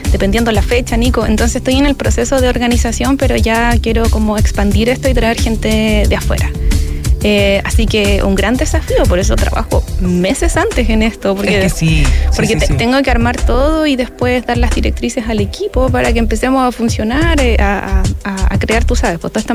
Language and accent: Spanish; Antofagasta, Chile; born there